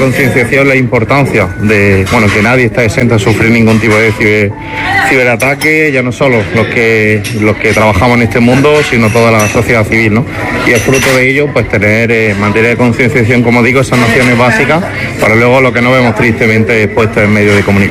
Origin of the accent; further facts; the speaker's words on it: Jaén, Andalusia, Spain; yo vengo de Jaén